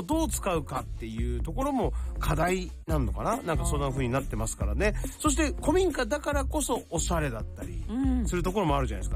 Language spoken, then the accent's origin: Japanese; Ibusuki, Kagoshima, Japan; 私も指宿出身ということで